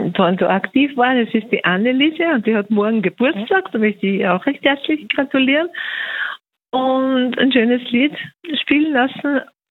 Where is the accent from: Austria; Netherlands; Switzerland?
Austria; Upper Austria; Ganz oben, also 10 Kilometer weg von Stift Schlegel.